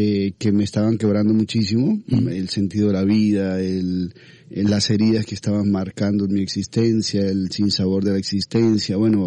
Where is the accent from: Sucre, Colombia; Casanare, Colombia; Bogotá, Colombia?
Casanare, Colombia; La Santísima Trinidad; born there; nací en un pueblito que se llama La Santísima Trinidad.